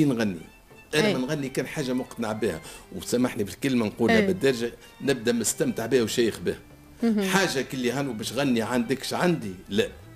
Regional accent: Tunisia; accent: Tunisian; نحن لهجتنا سهله اما لكن طريقة غنانا الغناء نتاعنا الأداء نتاعنا يختلف.

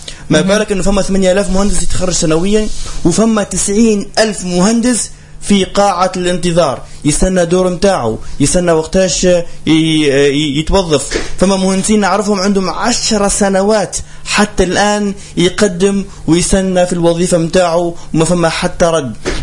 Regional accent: Tunisia

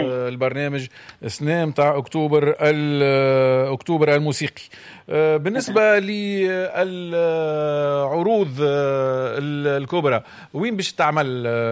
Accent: Tunisia; معناها ما احنا تونسي ما هو كي يبدأ من فلقة أش ما جاي يضحكوا

